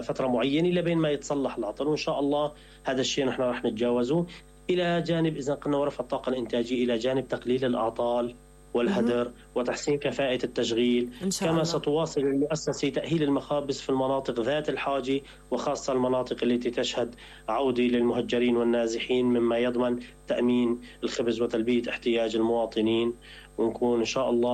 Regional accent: Syria

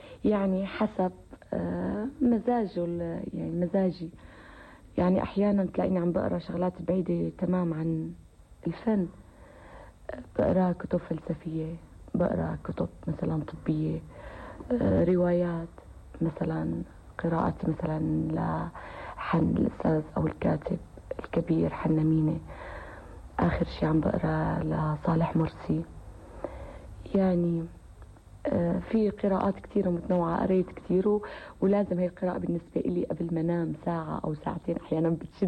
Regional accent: Syria; وكنت أنا الوحيدة اللي من سوريا

